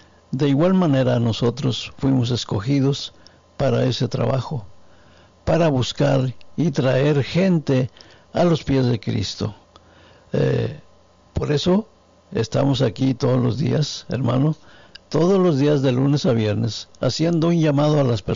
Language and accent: Spanish; San Luis Potosí, Mexico; now in San Antonio, United States; allá en mi tierra, San Luis Potosí.